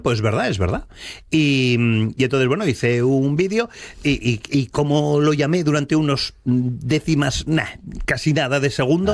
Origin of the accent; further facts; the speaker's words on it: Gijón, Asturias, Spain; Y Miguelín es de Oviedo, yo soy de Gijón